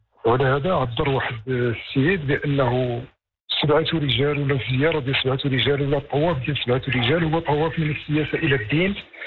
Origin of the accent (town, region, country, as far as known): Morocco